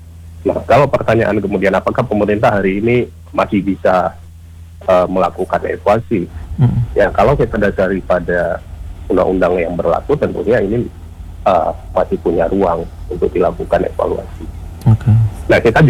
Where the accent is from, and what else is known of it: Aceh, Indonesia